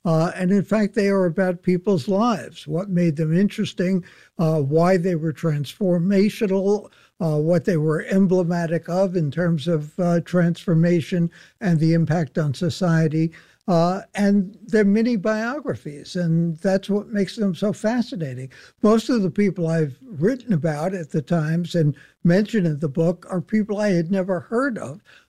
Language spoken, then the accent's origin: English; New York City, New York, United States; coming from a family growing up in Brooklyn